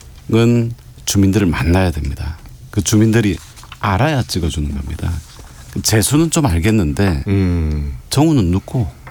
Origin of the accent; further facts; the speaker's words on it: Busan, South Korea; moved away; 부산 출신이고